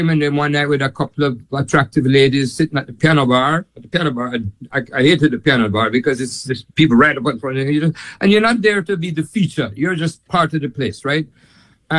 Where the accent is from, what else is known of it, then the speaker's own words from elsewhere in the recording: Kingston, Jamaica; I am from Kingston, Jamaica, born and raised in Kingston. And from I'm 4 years old, I started playing the piano